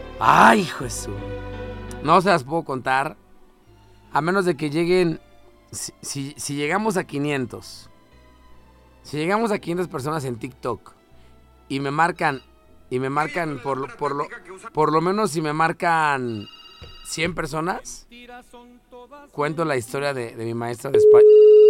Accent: Mexico City, Mexico; moved away; Yo no soy de aquí, yo soy de Ciudad de México.

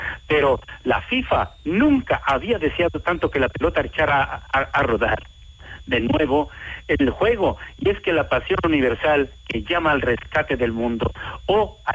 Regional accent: Mexico; now in Germany

